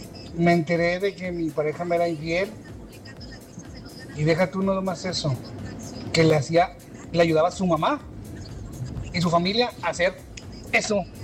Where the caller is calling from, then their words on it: Monterrey, Nuevo León, Mexico; Y soy de Monterrey